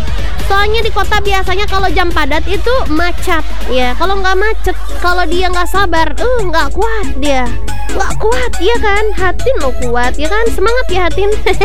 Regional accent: Lampung, Indonesia; Kita mah dari Lampung Timur, Besti.

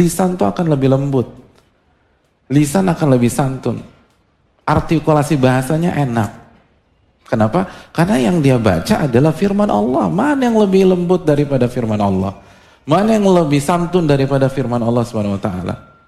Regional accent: Jakarta, Indonesia; Saya dari kecil sampai SMA itu di Jakarta

